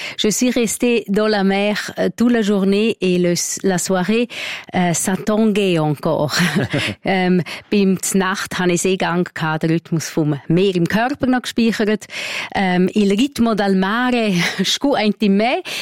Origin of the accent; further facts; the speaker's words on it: Graubünden, Switzerland; Sono cresciuta in les montagnes, ich bin im Engadin aufgewachsen, als Bergmeitli.